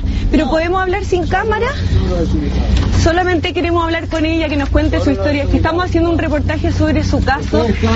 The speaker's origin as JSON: {"language": "Spanish", "country": "Chile", "said": "Yo soy de Chile, periodista de Chilevisión, de un canal de Chile."}